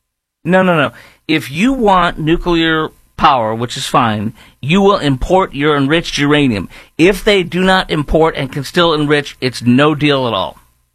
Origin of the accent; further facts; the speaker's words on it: Chicago, Illinois, United States; the library in Chicago, my hometown, looks like a prison